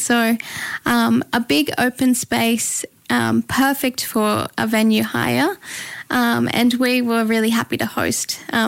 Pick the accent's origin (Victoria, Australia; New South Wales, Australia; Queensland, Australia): Queensland, Australia; Logan City; I grew up in Logan City, but I've got cultural connections to Kalkadoon and Waka Waka country.